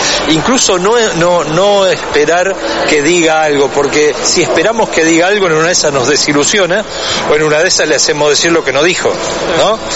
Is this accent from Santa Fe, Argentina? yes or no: yes; Capitán Bermúdez, Santa Fe, Argentina; moved away; also born or lived in Calchaquí, Santa Fe; en un pueblo que se llama Calchaquí. Me crié en el Gran Rosario, en una ciudad que se llama Capitán Bermúdez, entre Rosario y San Lorenzo.